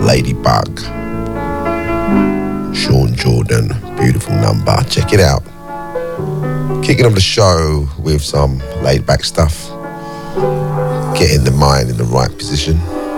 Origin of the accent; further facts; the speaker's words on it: London, United Kingdom; Broadcasting from my hometown, London town.